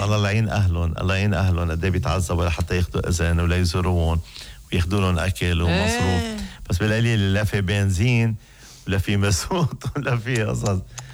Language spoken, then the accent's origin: Arabic; Lebanon; كلنا كلبنانيين بنشوف حالنا فيهم،